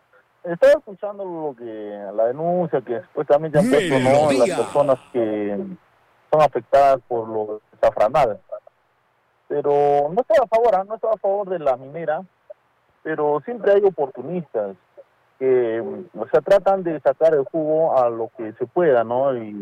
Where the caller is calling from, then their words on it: Peru; Nosotros somos peruanos